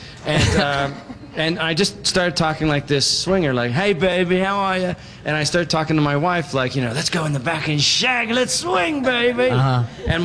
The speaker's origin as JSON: {"language": "English", "town": "Toronto", "region": "Ontario", "country": "Canada", "said": "I'm like this Protestant guy from Toronto of English parents, and I married a New York Jewish girl from Queens"}